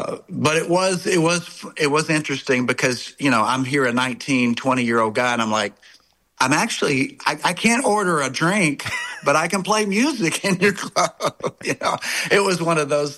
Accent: Hot Springs, Arkansas, United States; 18, 19, 20 years old, and I grew up in Hot Springs

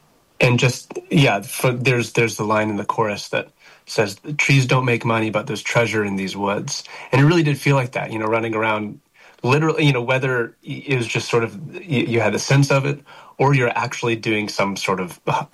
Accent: Arkansas, United States; moved away; growing up in Arkansas with my family.

